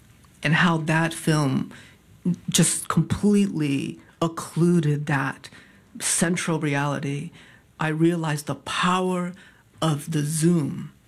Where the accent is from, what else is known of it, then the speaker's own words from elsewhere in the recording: Hartford, Connecticut, United States; So when I was growing up in Hartford